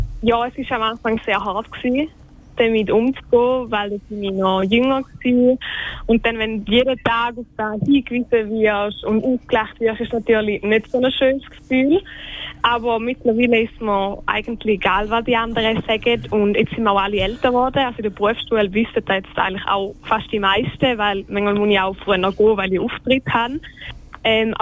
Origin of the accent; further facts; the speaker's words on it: St. Gallen, Switzerland; Ich komme aus St. Gallen